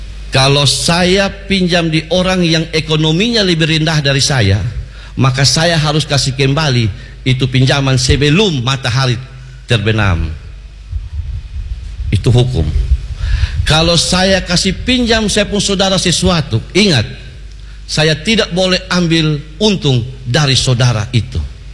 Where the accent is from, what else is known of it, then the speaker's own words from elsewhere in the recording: East Nusa Tenggara, Indonesia; Kami orang Pura itu, kami banyak tanam pohon bambu.